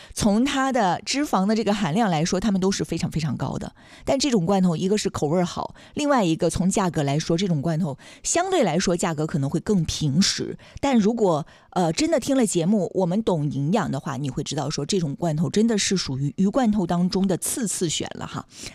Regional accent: Dalian, Liaoning, China; 对于我们大连人来说

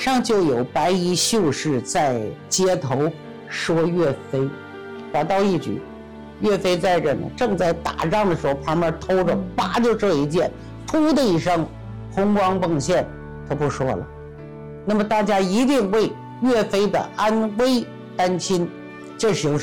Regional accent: Liaoyang, Liaoning, China; also born or lived in Anshan; 今年82岁了，生在辽阳，工作在鞍山37年

